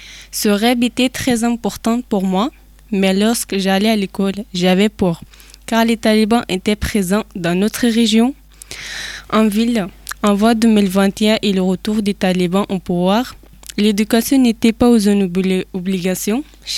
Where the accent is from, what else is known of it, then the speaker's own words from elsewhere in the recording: Afghanistan; French is a second language; now in France; je suis née et j'ai grandi en Afghanistan, dans un village où je vivais avec ma famille.